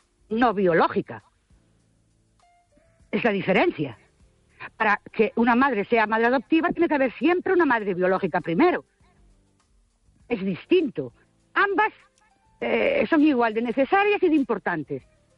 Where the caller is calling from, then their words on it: Ourense, Galicia, Spain; de Ourense.